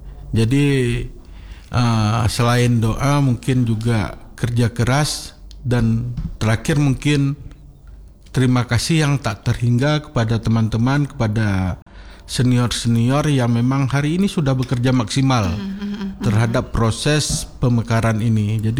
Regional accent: Aceh, Indonesia; kita Aceh Barat

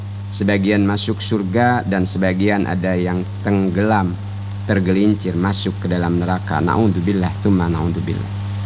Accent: Bangka Belitung Islands, Indonesia; kata kita orang Bangka

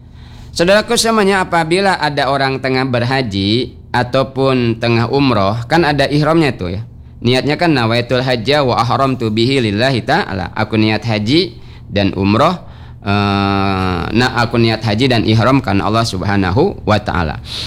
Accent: Bangka Belitung Islands, Indonesia; Wajahnya ketak, kata kita orang Bangka, yang terbuka, enggak boleh ditutup, ya.

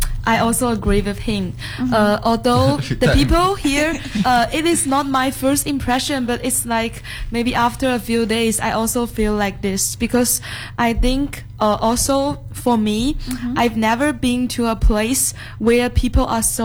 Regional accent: Guangzhou, Guangdong, China; English is a second language; moved away as an adult; now in Indonesia; Oh, I'm from Guangzhou.

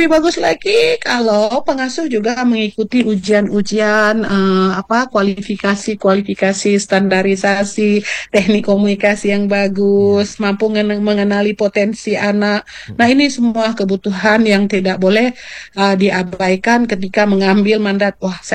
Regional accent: Aceh, Indonesia; dalam konsepsi kita sebagai orang Aceh ya khususnya

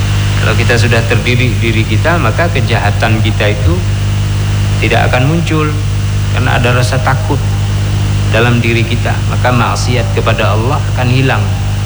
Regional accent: Aceh, Indonesia; bahasa kita orang Aceh memang pala kita

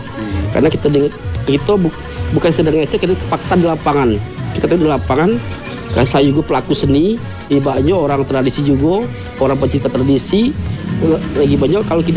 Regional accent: Bengkulu, Indonesia; kita orang Bengkulu

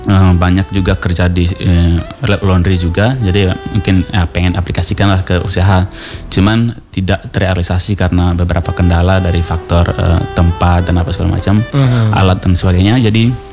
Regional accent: Kupang, East Nusa Tenggara, Indonesia; Ya kalau kita orang Kupang, kalau Pu itu kepunyaan.

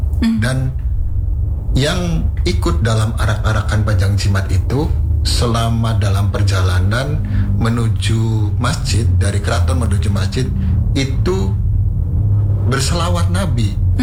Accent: Cirebon, West Java, Indonesia; kita orang Cirebon

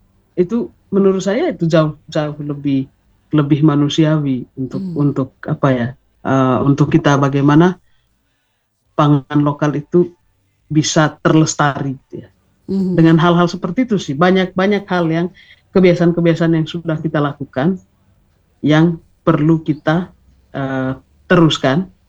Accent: East Nusa Tenggara, Indonesia; ya memang ini makanan pokok kita orang NTT.

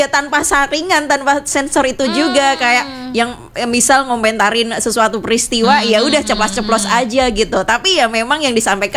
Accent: Surakarta, Central Java, Indonesia; now in Jember, Indonesia; Solo, betul.

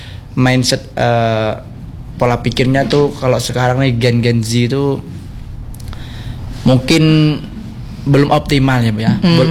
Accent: Bangka Belitung Islands, Indonesia; Kalau kita orang Bangka nih, kalau lahan tuh bisa dibilang aku lah ini loh, lahan aku ini.

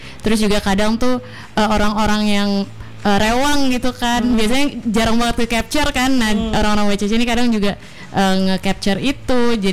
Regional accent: Central Kalimantan, Indonesia; Kalau aku aslinya Gunung Mas juga.

